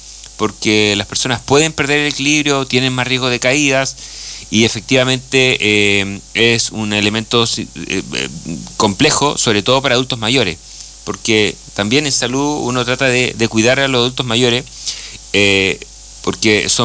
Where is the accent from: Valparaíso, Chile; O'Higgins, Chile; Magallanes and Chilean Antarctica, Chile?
Magallanes and Chilean Antarctica, Chile; Punta Arenas; moved away as an adult; now in Aysén Region, Chile; Yo originariamente soy de Punta Arenas, llevo ya 20 años en la región, casado con una aysenina.